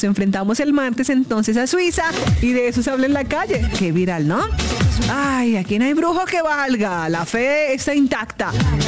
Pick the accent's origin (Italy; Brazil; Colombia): Colombia; nosotros los colombianos somos colombianos.